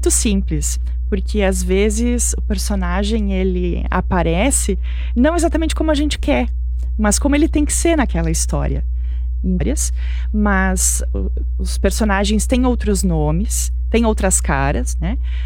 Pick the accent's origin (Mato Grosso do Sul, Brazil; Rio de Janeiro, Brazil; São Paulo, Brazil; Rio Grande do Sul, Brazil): Rio Grande do Sul, Brazil; Nova Bassano; moved away as an adult; now in Nova Prata, Brazil; Eu sou natural de Nova Bassano, então minha família mora ainda em Nova Bassano. Moro aqui em Nova Prata já faz quase 20 anos.